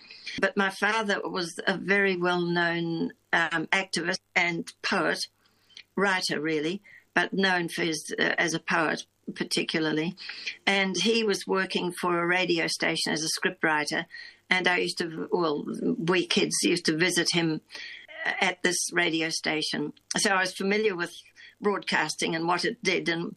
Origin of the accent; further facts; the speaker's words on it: New Zealand; moved away as an adult; also born or lived in England; now in Australia; I'm a New Zealander. I was born in England, but my parents were New Zealanders and they were there temporarily. Born in England and then went to New Zealand when with back to a New Zealand. I'm a fifth generation New Zealander when I was one and grew up in New Zealand and came here when I was 23 to study music.